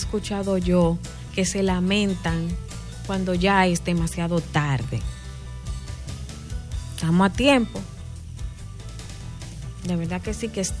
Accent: Dominican Republic; como dominicanos nosotros tenemos una tradición

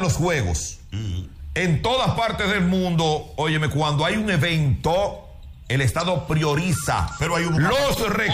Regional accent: Dominican Republic

